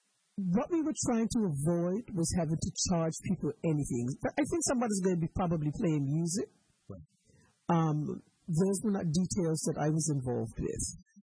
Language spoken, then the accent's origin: English; Spanish Point, Pembroke Parish, Bermuda; Like in Spanish Point people, ruddy divers. You put us on the rocks, ruddy divers. I'm from Point.